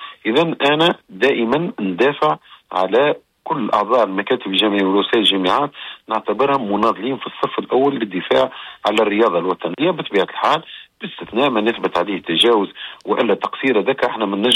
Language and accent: Arabic; Tunisia; او كي تقول انا تونسي يقولوا لك محمد مزالي.